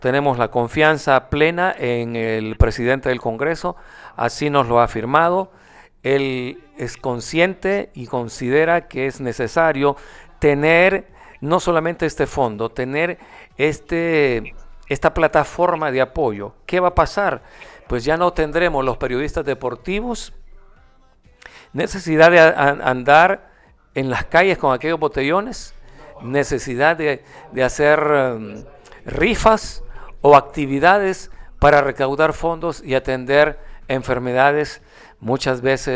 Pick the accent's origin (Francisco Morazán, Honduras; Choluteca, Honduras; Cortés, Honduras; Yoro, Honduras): Francisco Morazán, Honduras; Tegucigalpa; nacidos en Buenos Aires, en el barrio Buenos Aires.